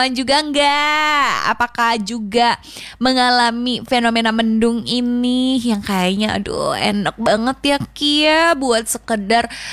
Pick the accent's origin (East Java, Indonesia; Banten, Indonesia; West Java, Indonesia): East Java, Indonesia; Surabaya; karena kita orang Surabaya terbiasa ya dengan bahasa yang seperti ini.